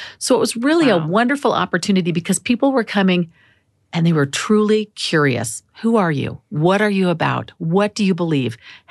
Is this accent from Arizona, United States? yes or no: yes; Phoenix, Arizona, United States; And I'm from Phoenix. I'm an Arizona girl.